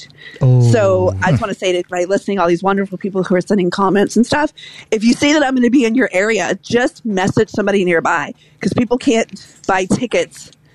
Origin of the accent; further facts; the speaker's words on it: Louisiana, United States; I'm from, I am swamp trash from Louisiana